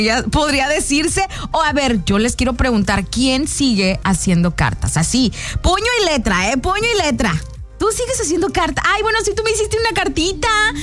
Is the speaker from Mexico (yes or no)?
yes; Mexico; y yo soy mexicana y él es coreano, o cositas así, ¿no?